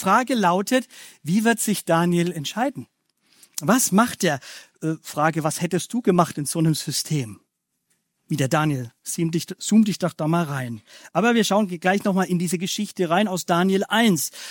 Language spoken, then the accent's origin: German; Bavaria, Germany; Bei mir, ich komme aus dem Bayerischen, Fränkischen, habe ich ja schon gesagt, da hieß es immer, was sagen die Leute?